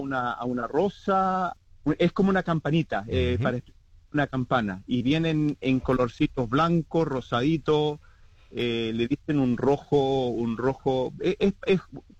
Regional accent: Chile; Nosotros somos de Chile, así que dijimos, vamos a hacer algo chileno.

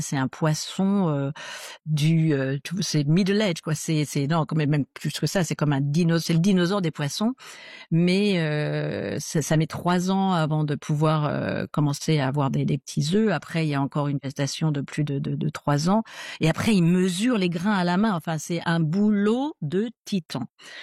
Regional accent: France; now in Adelaide, Australia; nous on est français

